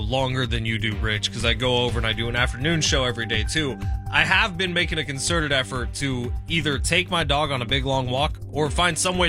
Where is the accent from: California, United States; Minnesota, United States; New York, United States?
California, United States; Merced; I got a group text of buddies I grew up with in Merced